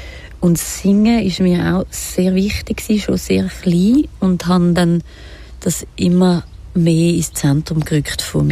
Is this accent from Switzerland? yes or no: yes; Winterthur, Zurich, Switzerland; Ich bin in Winterthur aufgewachsen. In einem Haus mit grossem Garten. Mit meiner Schwester zusammen. Das war ein Quartier, wo sehr viele Kinder waren.